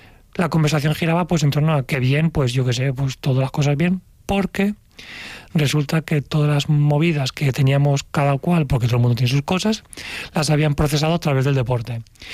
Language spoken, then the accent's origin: Spanish; Valencia, Valencian Community, Spain; yo soy de Valencia, aquí en Valencia, empezaba un poco a despegar el boom del running